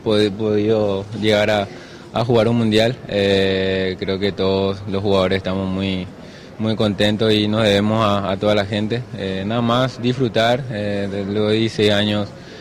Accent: Paraguay; moved away as an adult; now in Strasbourg, France; estar de vuelta en mi país

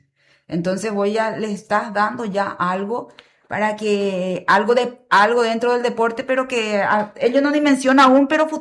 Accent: Asunción, Paraguay; Asunción.

